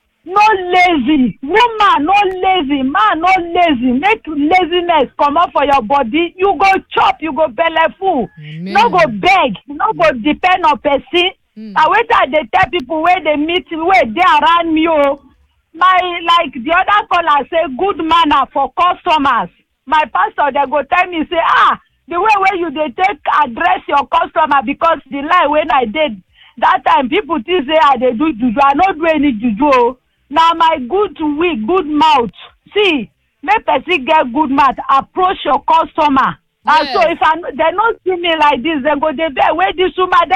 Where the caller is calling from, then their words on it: Anthony Village, Lagos, Nigeria; I'm calling from Anthony Village.